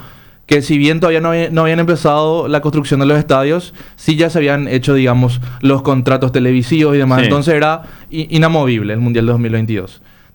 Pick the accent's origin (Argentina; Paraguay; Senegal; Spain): Paraguay